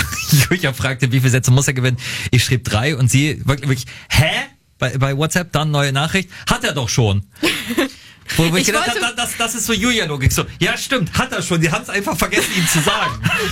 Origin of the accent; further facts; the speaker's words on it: Lower Saxony, Germany; ich komm aus Niedersachsen, wir kommen vom Dorf. Für uns ist Hannover immer noch die große weite Welt.